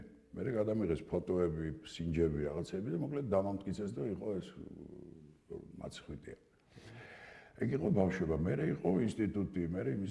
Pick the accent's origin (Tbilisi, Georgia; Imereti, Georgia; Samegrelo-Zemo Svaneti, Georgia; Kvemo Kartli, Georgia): Tbilisi, Georgia; დავიბადე პლეხანოვზე, გავიზარდე, გადავედი საბურთალოზე, გავიზარდე რუსთაველზე, სოლოლაკში და მთაწმინდაზე.